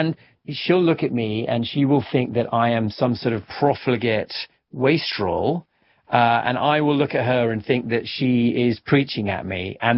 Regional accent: United States; the difference between my wife and I comes from the fact that I grew up in the United States, so I'm quite attached to air conditioning as a concept.

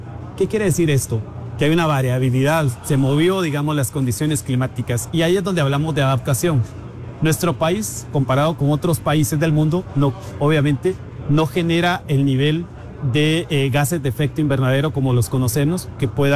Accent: San Agustín Acasaguastlán, El Progreso, Guatemala; Personalmente soy de San Agustín a Casaguastlán, entonces hablábamos del Progreso, Zacapa, Chiquimula

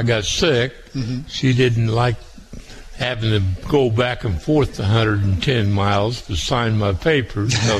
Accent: Salem, Illinois, United States; moved away as an adult; now in Rochester, United States; I was born and raised in Salem, Illinois.

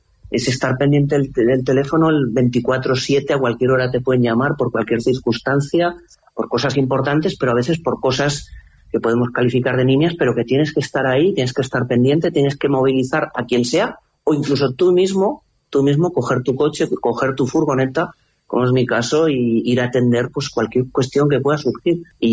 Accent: Mequinenza, Aragon, Spain; Pues ser alcalde de mi pueblo, lo primero que me viene pues es que es el mayor honor que puede tener un ciudadano, ¿no? Un ciudadano de Mequinenza. Es un pueblo pequeño, para lo que es Aragón ya tiene una cierta dimensión, ¿no?

